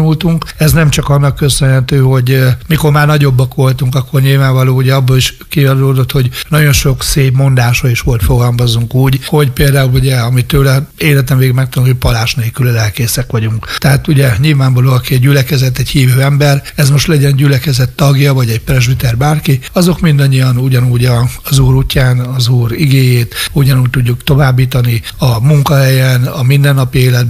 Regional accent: Nyíregyháza, Szabolcs-Szatmár-Bereg, Hungary; also born or lived in Sóstóhegy; 12 éves koromban költöztünk be Sóstóhegyről Nyíregyházára, konkrétan a Bencz útér 21 alá ide a szomszédba

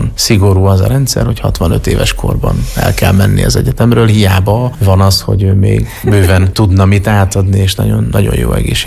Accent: Kecskemét, Bács-Kiskun, Hungary; born there; Tehát Kecskeméten születtem, ott nyilván azért az általános iskola vége felé.

